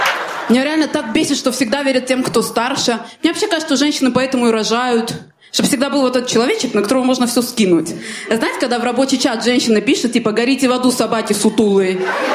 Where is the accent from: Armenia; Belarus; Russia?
Armenia